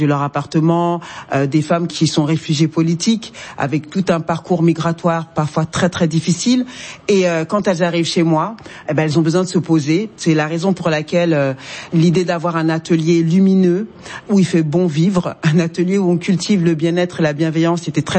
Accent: France; born there; mes parents sont d'origine du Mali. Moi, je suis née en France

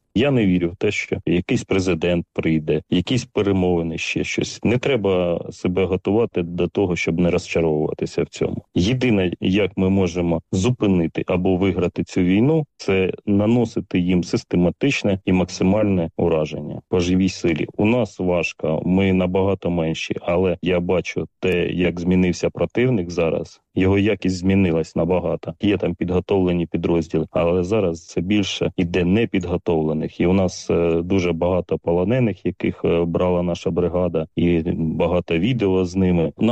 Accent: Kharkiv Oblast, Ukraine; ми з Куп'янського району, він теж під окупацію потрапив.

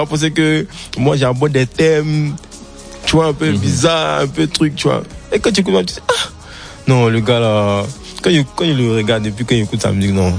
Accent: Bobo-Dioulasso, Hauts-Bassins, Burkina Faso; moi j'ai grandi à Bobo. La Bobo, c'est un peu le Bronx, tu vois, c'est un peu le ghetto

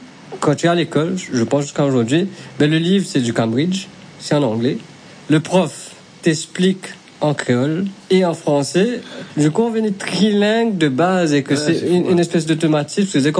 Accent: Mauritius; Dans chaque pays, quand quelqu'un te demande d'où tu viens, Maurice, Maurice, c'est où?

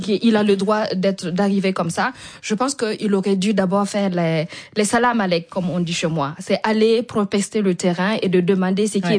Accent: Burkina Faso; Donc vous savez en fait on a ce respect là chez nous les Burkinabés

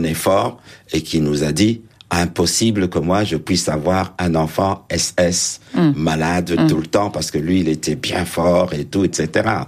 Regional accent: Elisabethville, Katanga, DR Congo; born there; Bah évidemment, le Katanga, parce que je suis né à Elisabethville, hein, on appelait ça Elisabethville, où j'ai des souvenirs de l'enfance

